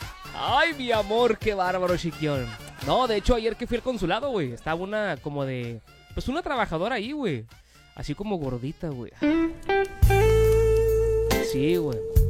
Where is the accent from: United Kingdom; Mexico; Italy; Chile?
Mexico; ¿no estás viendo que soy mexicano?